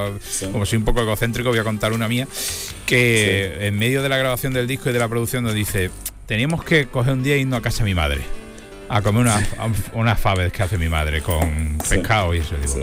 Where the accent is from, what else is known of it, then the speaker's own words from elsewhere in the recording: Málaga, Andalusia, Spain; nosotros que somos de Málaga y que lo tenemos cerca